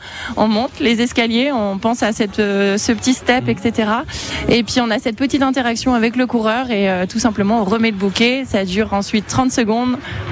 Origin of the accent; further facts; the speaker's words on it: Angers, Pays de la Loire, France; Alors non, moi je suis angevine.